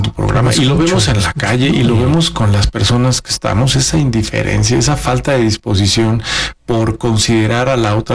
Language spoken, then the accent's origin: Spanish; Mexico; Pero nos justificamos diciendo, así somos los mexicanos.